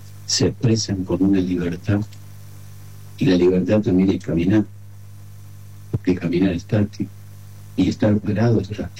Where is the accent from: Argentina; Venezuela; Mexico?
Argentina; Te daría mintiendo que soy argentino.